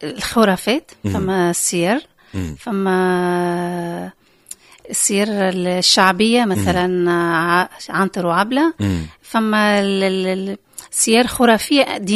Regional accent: Tunisia; يعني في احنا في بلادنا تونس ياسر تداولوها ولقينا حتى أجدادنا.

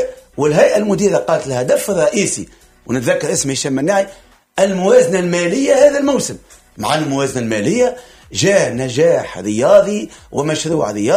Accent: Sahel, Tunisia; راني أنا ساحلي لكن أنا تونسي

